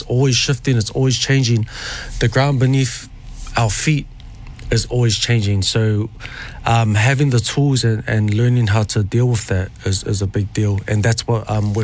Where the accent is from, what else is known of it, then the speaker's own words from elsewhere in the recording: Grey Lynn, Auckland, New Zealand; also born or lived in Niue; from Liku mo Hikutuvake. And half Nguyen, half Māori, grew up in Greyland.